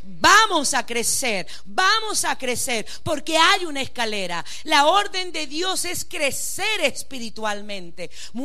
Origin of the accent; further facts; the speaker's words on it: Venezuela; Ahí no es un lugar para tú reprochar o decir, voy a hacerlo, como venezolano.